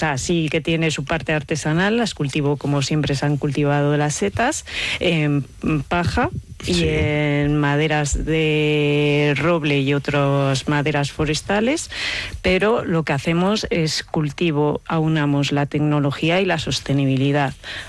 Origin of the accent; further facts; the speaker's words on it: Valladolid, Castile and León, Spain; moved away as an adult; now in Montaña Palentina, Spain; Soy de Valladolid.